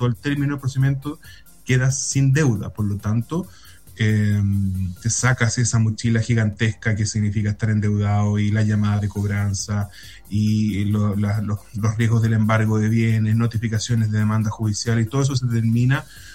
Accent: Viña del Mar, Valparaíso, Chile; also born or lived in Villa Alemana; nosotros somos de Viña. Sí, sí. Bueno, yo especialmente tengo mi corazón dividido entre Villa Alemana y Viña del Mar. Estudié en Valparaíso, estudié en la Universidad Católica de Valparaíso

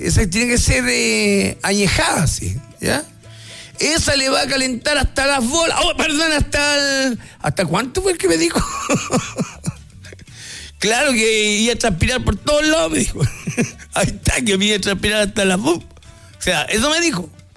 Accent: Cañete, Biobío, Chile; Buenas noches, Rupe. Mira, soy de Cañete.

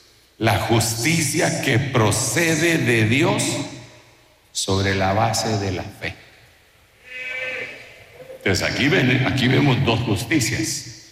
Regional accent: Guatemala; moved away; Ahí en mi tierra hay un lugar que se llama Esquipulas

